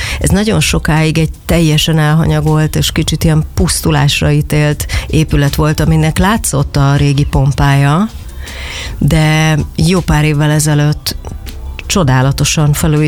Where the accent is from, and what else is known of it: Budapest, Hungary; born or raised there